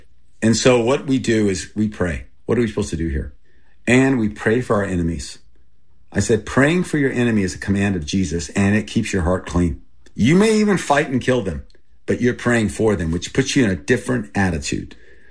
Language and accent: English; Thailand; first language Thai; English is a second language; also born or lived in Texas; I was 9 months old. I was born in Texas. And I grew up in Thailand, and I grew up with Thai people. And my first language was Thai. And then I went to boarding school.